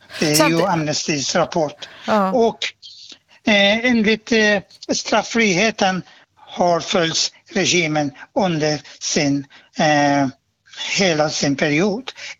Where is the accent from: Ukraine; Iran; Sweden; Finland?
Iran; och jag kommer ursprungligen från Iran, och det är därför jag lägger allt min kraft och energi för att få stopp för det här eländet i den där diktaturlandet Iran.